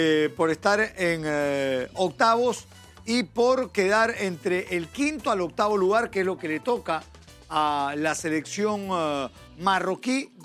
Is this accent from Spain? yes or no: no; Colombia; sé la tristeza que hoy sentimos como colombianos.